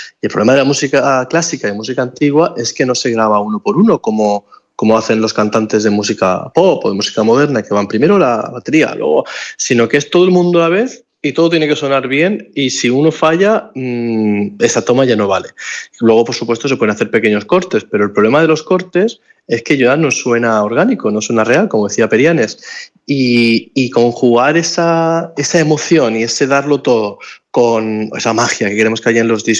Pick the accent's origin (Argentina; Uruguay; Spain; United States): Spain; Region of Murcia; moved away; en el caso de mi tierra, cada verano volviendo y ahora cada otoño volviendo a Serraspuña